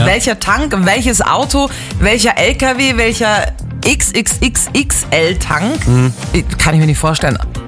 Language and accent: German; Southern Germany, Germany; born there; Ich bin ja im Süden von Deutschland geboren